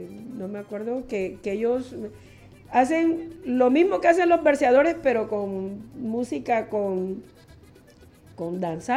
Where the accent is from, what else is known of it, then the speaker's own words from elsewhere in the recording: El Carmen de Bolívar, Bolívar, Colombia; nuestra esencia como Montes de María, como Carmen de Bolívar, como región, como Costa Caribe.